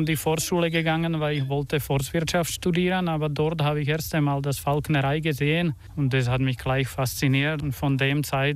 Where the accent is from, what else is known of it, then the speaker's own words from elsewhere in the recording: Slovakia; now in Austria; Genau, ich habe mit 14 Jahren angefangen mit den Greifvogelarbeiten. Bei uns in der Slowakei